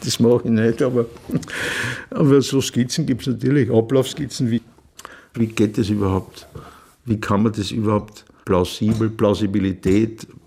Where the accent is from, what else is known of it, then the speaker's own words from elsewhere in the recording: Vienna, Austria; das lernt man halt als Kind in Wien, nicht? Praktisch. Also für mich war das eine interessante Lebenswelt, weil ich habe mich überhaupt nicht arm gefühlt.